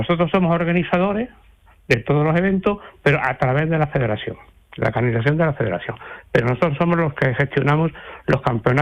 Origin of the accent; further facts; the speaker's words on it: Prado del Rey, Andalusia, Spain; Yo sí, soy de Prado de Rey.